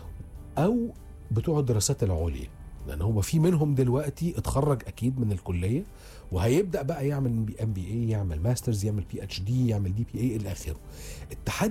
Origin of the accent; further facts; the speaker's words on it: Egypt; عندنا في مصر